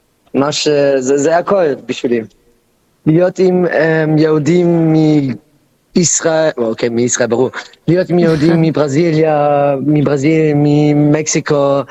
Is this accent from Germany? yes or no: yes; Berlin, Germany; Hebrew is a second language; אני משחק כדורגל בברלין, בגלל אני מברלין